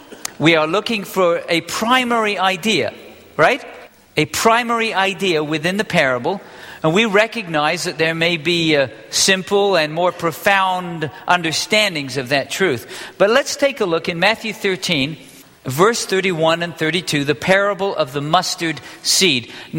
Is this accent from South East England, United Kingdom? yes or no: yes; South East England, United Kingdom; also born or lived in London; I grew up in England. And if I would go, I actually went to grammar school in London. I grew up close to Windsor Castle